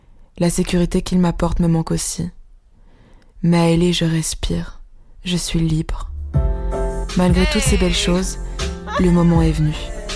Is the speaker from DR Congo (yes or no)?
no; Cameroon; Chez moi, au Cameroun. Ça faisait 10 ans que j'étais plus venue. Je me souviens des couchers de soleil sur la cité des palmiers, de la citronnelle de ma grand-mère, du maïs braisé en route vers le village.